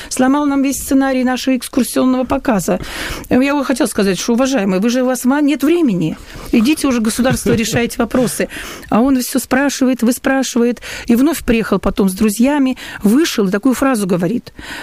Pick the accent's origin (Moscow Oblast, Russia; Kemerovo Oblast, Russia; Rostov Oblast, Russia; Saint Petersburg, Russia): Saint Petersburg, Russia; moved away; Я их, как питерская, заметила